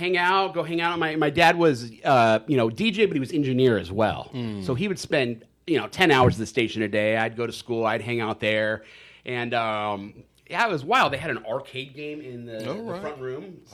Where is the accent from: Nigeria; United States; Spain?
United States; Santa Maria, California; born there; I was born in Santa Maria, up in you know, Central California. But I have no memory of it up there.